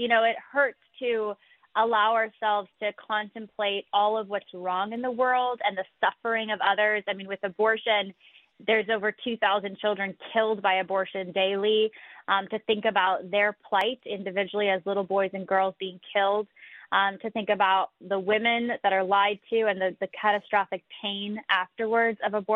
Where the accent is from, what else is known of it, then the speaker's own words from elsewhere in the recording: San Jose, California, United States; where I grew up in San Jose, California